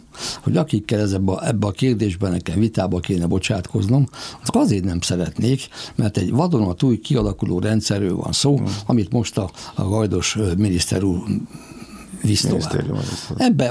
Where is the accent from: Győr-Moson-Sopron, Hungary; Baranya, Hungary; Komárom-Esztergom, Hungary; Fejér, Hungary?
Fejér, Hungary; Ercsi; born there; Elcsibe születtem, a szívem csücske.